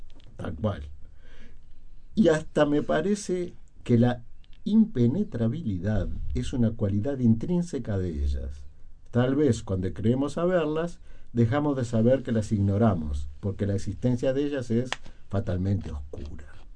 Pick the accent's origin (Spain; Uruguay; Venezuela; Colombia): Uruguay; en Uruguay, todos somos uruguayos